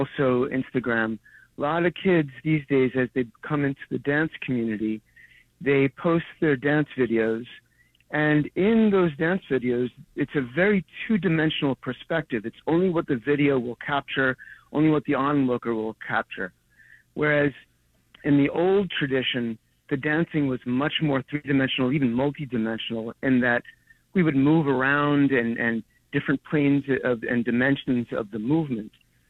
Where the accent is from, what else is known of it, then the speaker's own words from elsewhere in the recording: The Bronx, New York, United States; I grew up in the Bronx, and a lot of kids way back in the 70s, we were just dancing on the street.